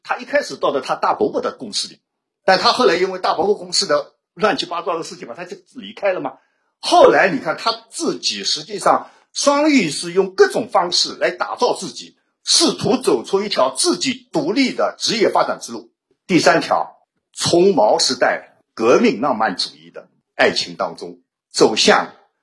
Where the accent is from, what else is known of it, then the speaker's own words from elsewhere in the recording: Shanghai, China; 如果这一切变化在我们上海在大陆这边是一个缓慢的过程